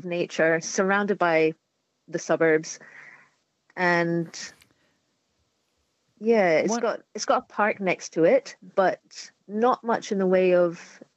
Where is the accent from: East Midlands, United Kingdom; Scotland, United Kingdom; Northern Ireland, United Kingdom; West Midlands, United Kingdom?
Scotland, United Kingdom; also born or lived in Hobart, Australia; Look, it's growing up in the Scottish Highlands, it's just so easy. Much like Tassie, it's just on your doorstep.